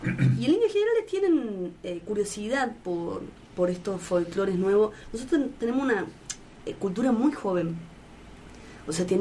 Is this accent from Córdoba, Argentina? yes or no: yes; Córdoba, Argentina; Yo vengo de Córdoba, no existe el mar.